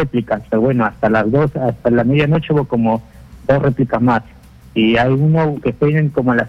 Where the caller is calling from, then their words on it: Naples, Campania, Italy; llamo desde Nápoles, Italia.